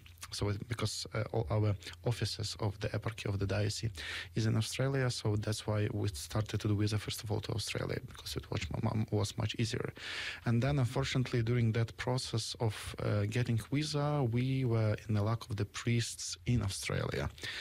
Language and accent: English; Lviv, Lviv Oblast, Ukraine; English is a second language; moved away as an adult; now in New Zealand; I was born in Ukraine, in Lviv, and finished my study in Lviv, finished university, seminary.